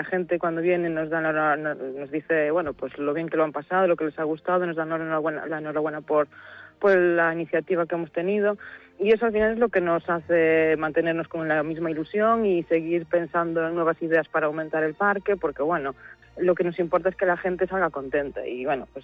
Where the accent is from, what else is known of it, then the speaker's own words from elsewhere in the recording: Outeiro de Rei, Galicia, Spain; yo soy de Utero de Rey